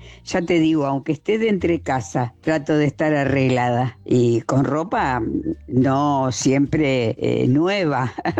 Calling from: Rosario, Santa Fe, Argentina; Bueno, un besito … de Rosario.

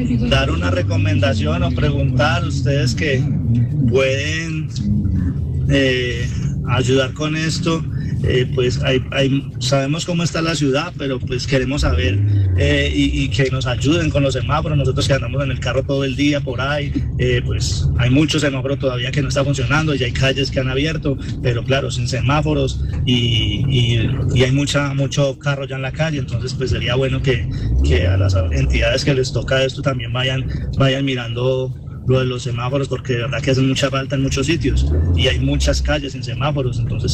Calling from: Pereira, Risaralda, Colombia

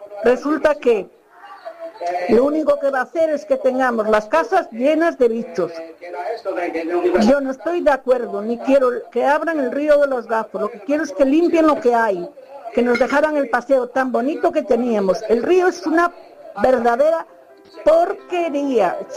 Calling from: Pontevedra, Galicia, Spain; yo vivo en Campolongo.

